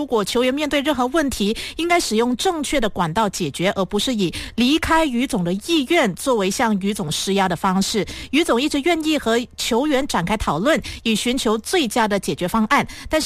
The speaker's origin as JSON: {"language": "Chinese", "country": "Malaysia", "said": "我们也希望2028年能够实现我们马来西亚人的愿望，共同的愿望，拿下首面的奥运会金牌。"}